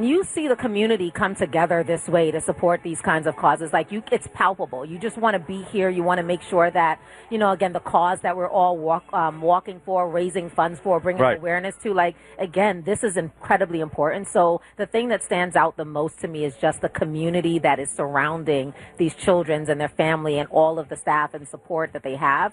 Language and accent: English; New York, United States; now in Los Angeles, United States; As a New Yorker here in L.A.